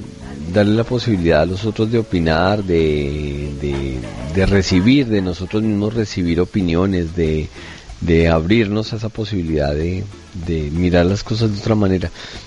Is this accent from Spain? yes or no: no; Colombia; Además estuve por allá, como decimos en Colombia, de pataperro me fui al partido de Colombia a México.